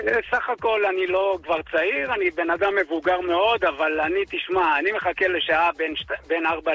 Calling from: Tel Aviv, Tel Aviv District, Israel

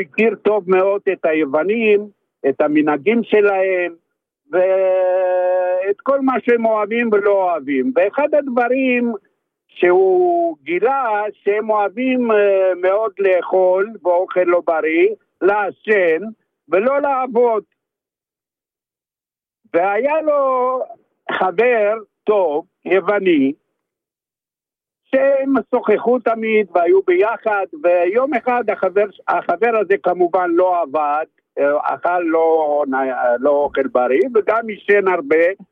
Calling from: Kfar Saba, Central District, Israel; אני מכפר סבא.

